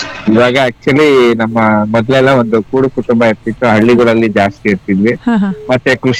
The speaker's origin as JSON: {"language": "Kannada", "area": "BR Project", "region": "Karnataka", "country": "India", "tie": "born or raised there", "lives_now": "Shivamogga, India", "said": "ನಾವು ಚಿಕ್ಕವರಿದ್ದಾಗ B R project ನಲ್ಲಿ"}